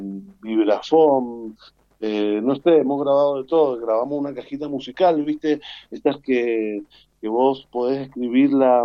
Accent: Las Heras, Argentina; yo soy de acá de Las Heras.

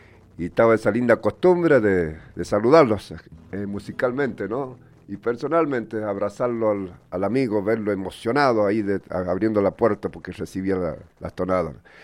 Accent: 9 de Julio, San Juan, Argentina; moved away; de allá de los pagos de mi San Juan querido, mi San Juan del alma y de mi pueblito 9 de julio

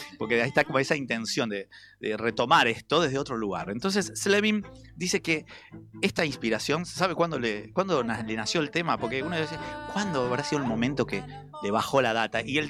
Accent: Argentina

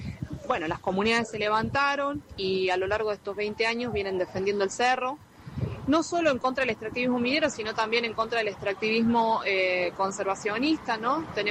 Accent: La Rioja, Argentina; integro la Asamblea por la Vida de Chilecito y la colectiva de mujeres defensoras del agua del Famatina. Venimos de la provincia de La Rioja

